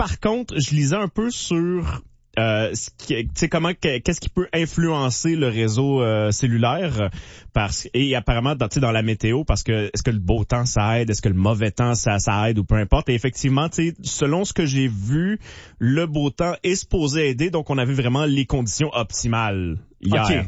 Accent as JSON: {"language": "French", "town": "Nicolet", "region": "Quebec", "country": "Canada", "said": "moi, je viens de Nicolette"}